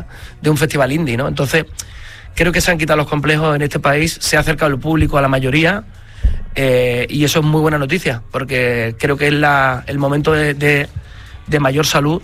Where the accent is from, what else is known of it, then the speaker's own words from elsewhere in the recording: La Rinconada, Andalusia, Spain; echarme a la espalda la caseta de feria de mi pueblo.